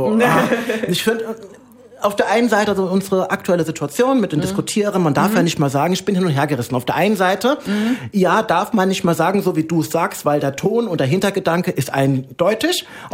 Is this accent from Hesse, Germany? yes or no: yes; Hesse, Germany; wir kommen aus Hesse.